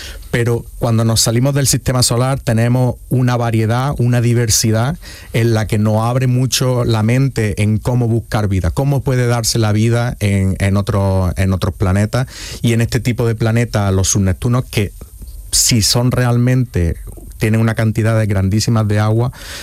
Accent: Priego de Córdoba, Andalusia, Spain; Yo soy de Priego de Córdoba, a una hora de aquí de Granada, y en mi pueblo se hizo un curso de astronomía, de iniciación a la astronomía para adul

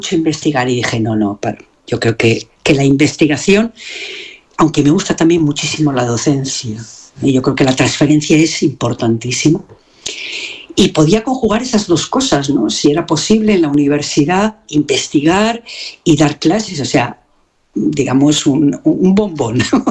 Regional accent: Pego, Valencian Community, Spain; moved away; la casa de mi pueblo, que es Pego

